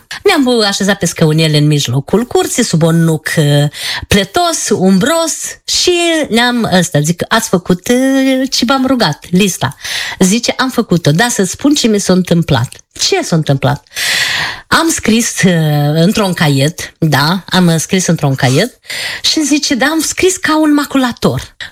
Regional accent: Bravicea, Călărași District, Moldova; now in Cluj, Romania; dragostea față de satul meu, peste Bravicea.

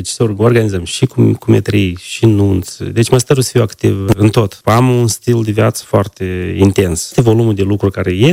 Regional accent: Moldova; moved away as an adult; now in Portugal; eu n-am uitat din unde am pornit, chiar fiind în Portugalia 24 de ani, sunt moldovean, român.

